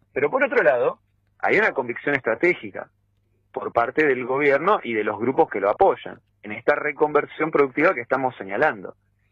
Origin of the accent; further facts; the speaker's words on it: Argentina; la mayoría de los argentinos no tenemos nada que decir.